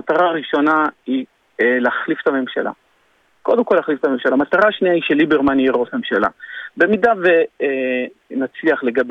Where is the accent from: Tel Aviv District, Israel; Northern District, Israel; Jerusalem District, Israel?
Northern District, Israel; Beit She'an; אני בא מהפריפריה, אני בא מבית שען